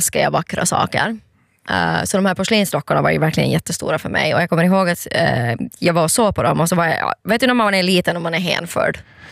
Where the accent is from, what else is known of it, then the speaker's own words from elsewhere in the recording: Pargas, Southwest Finland, Finland; när jag var liten, när jag var hemma i Pargas.